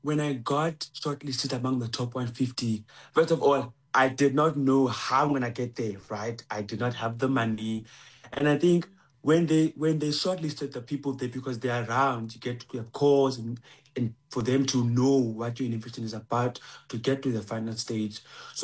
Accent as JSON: {"language": "English", "region": "Eastern Cape", "country": "South Africa", "said": "I also don't come from a fancy place. I am from Dantan in the Eastern Cape, in a rural village, by the way, in Namgwan."}